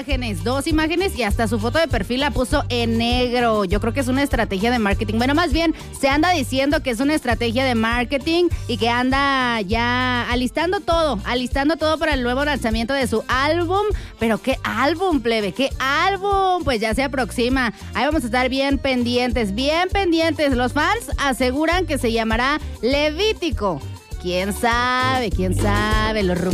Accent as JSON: {"language": "Spanish", "town": "San Juan del Río", "region": "Querétaro", "country": "Mexico", "lives_now": "Querétaro, Mexico", "said": "Pues sí, plebe, yo vivo aquí en Querétaro. Aquí ando, soy de San Juan. Ya les había dicho. No niego la cruz de mi parroquia, no la niego. Me encanta mi pueblito"}